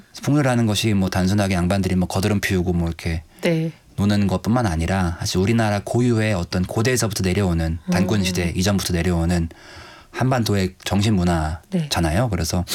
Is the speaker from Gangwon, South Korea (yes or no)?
yes; Gangwon, South Korea; 저는 강원도 촌놈인데 강원도에서 이렇게 멀리 와서